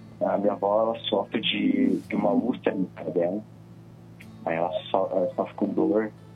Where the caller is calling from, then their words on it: Sapucaia do Sul, Rio Grande do Sul, Brazil; Falo de Grande Sul, Sapucaí do Sul